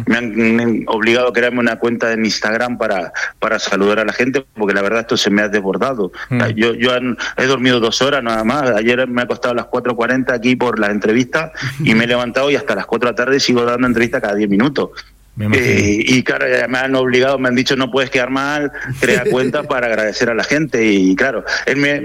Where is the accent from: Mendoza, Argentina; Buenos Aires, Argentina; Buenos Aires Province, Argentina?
Mendoza, Argentina; Guaymallén; moved away; En Guaymallén, siempre he vivido en Guaymallén, he ido alternando el barrio UNIMEP, San José, pero siempre